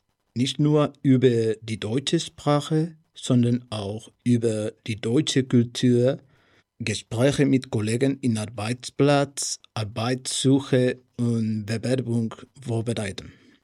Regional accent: Cádiz, Andalusia, Spain; German is a second language; moved away as an adult; now in Germany; Ich komme aus Spanien, aus Cádiz, in Süden Spanien, zwischen Atlantik und Mittelmeer.

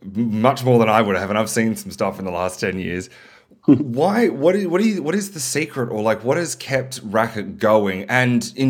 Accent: Sydney, New South Wales, Australia; growing up in Sydney's culture in the 2010s.

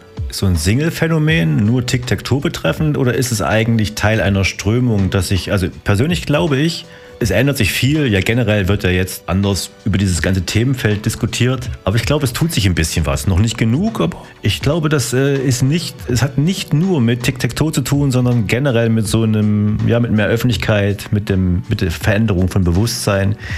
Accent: Apolda, Thuringia, Germany; Ich komme eigentlich aus Apolda. Es gab da sogar eine Breakdance-Crew, die Kramong City Dancers.

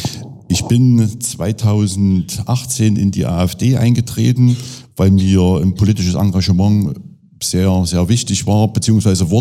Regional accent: Rudolstadt, Thuringia, Germany; geboren 1973 in Rudolstadt und auch seitdem in Rudolstadt wohnhaft.

